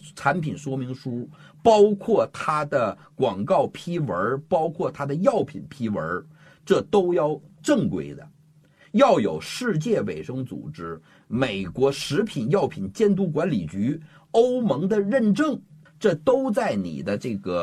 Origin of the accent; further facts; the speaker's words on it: China; 我相信我们中国人的这个思维方式